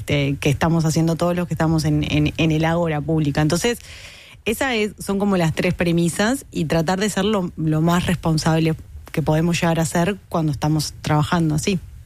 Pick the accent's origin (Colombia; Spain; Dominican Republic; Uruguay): Uruguay